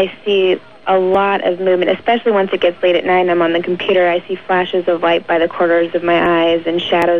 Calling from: Modesto, California, United States; from Modesto, California.

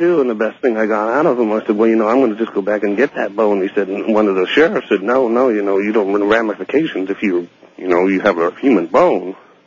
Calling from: Redding, California, United States; I'm calling from Redding, California.

